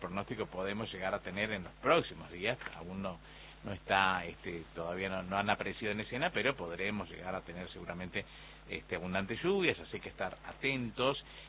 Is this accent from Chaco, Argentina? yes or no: yes; Barranqueras, Chaco, Argentina; Es que Barranquera tiene esa particularidad, ¿no? Nosotros somos la Venecia del Chaco